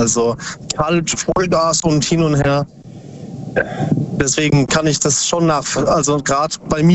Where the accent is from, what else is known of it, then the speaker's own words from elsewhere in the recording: Bruchsal, Baden-Württemberg, Germany; Aus Substadt Weiher, nee, Bruchsal.